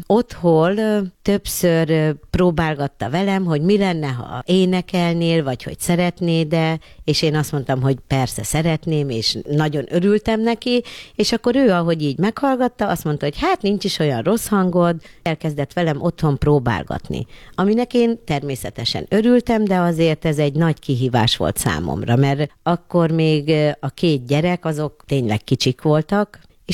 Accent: Szabolcs-Szatmár-Bereg, Hungary; Egy nagyon pici kis faluban nőttem föl, Szabolcs-Szatmár-Bereg megyében, nagyon kevesen laktak a kis faluban

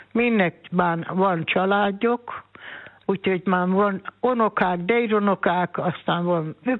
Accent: Hungary; born there; also born or lived in Adony; halt meg az anyám, oda nősült az apám innen, azt akkor az anyám, mikor meghalt, akkor haza ide költöztünk vissza, Martonfalvára.

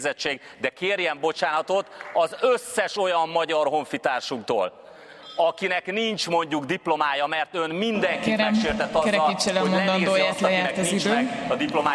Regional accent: Szeged, Csongrád-Csanád, Hungary; moved away as an adult; now in Budapest, Hungary; Így telt el az én életem, az egy szegedi lakótelepről indult, 18 évesen a 8. kerületbe Budapestre kerültem

